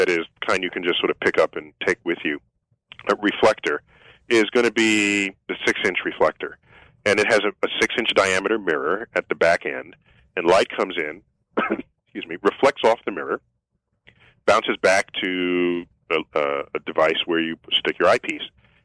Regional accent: New York City, New York, United States; Yeah, I mean, I'm a city kid. In fact, I grew up in New York City, where the night sky, like I said, is a kind of a rare commodity.

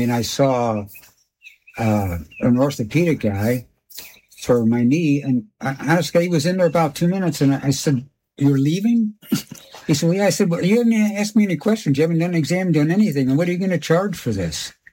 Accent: Buffalo, New York, United States; So when I was a kid and growing up in Buffalo, New York, and unions were really strong there.

